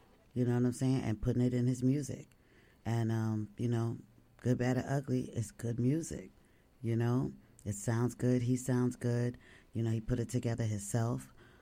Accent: New York City, New York, United States; I was born here. I mean, not born here, but definitely raised here. I've been here since I was 2 years old.

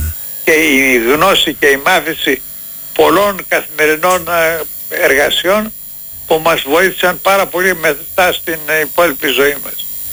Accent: Athens, Attica, Greece; Σε εξοχή μεγαλώσαμε σχεδόν στην Αθήνα, σε προάστια που μέναμε.

